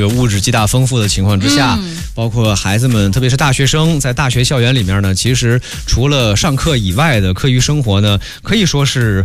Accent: Tianjin, China; moved away as an adult; also born or lived in Beijing; 我天津人，在北京上学吗？

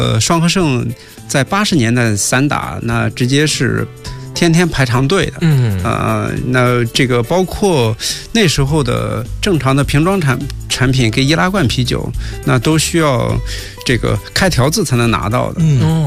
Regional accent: Shangqiu, Henan, China; moved away; 那时候我老家在河南商丘，

